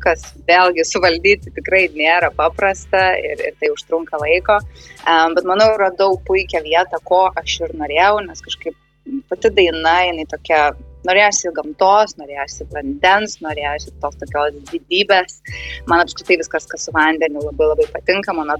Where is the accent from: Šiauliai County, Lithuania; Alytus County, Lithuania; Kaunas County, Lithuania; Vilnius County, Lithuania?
Vilnius County, Lithuania; Vilnius; nes aš pati iš Vilniaus esu gimus, Joniškėse, tai va, tai kažkaip norėčiau parodyti jam ir pačią šalį ir visas tas gražias vietas, kur užaugau.